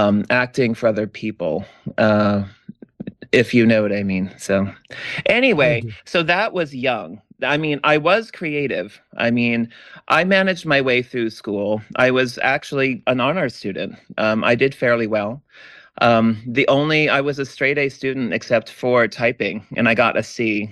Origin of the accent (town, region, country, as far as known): Texas, United States; born or raised there; also born or lived in Idaho / Colorado